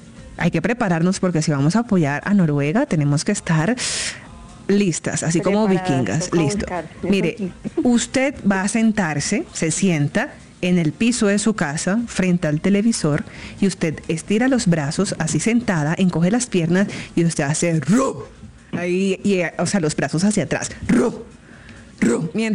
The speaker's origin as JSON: {"language": "Spanish", "country": "Colombia", "said": "nos identifica como colombianos."}